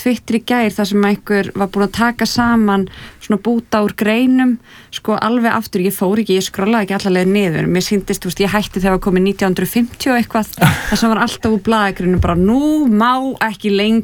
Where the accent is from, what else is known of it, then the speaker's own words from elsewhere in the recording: Hafnarfjörður, Capital Region, Iceland; Þú veist ekki að spyrja rétt af fólki af því við erum hvoru úr Hafnarfirði.